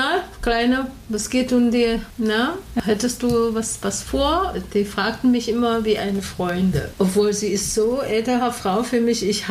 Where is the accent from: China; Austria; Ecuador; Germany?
China; first language Chinese; German is a second language; Chinesisch ist meine Muttersprache und geht dazu noch 2-3 Dialekten aus China, Gegner. Und ich kannte das schon Kantonesisch verstehen sogar.